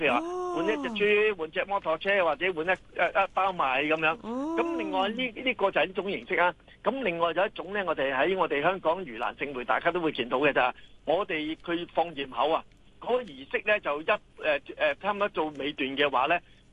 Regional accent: Guangdong, China; 其實我哋潮州人，我哋去拜神，我哋求神咧。

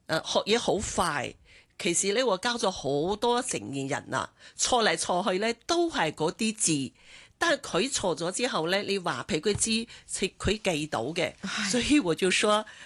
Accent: Harbin, Heilongjiang, China; now in Hong Kong; 系啦系啦，我嚟自哈尔滨。

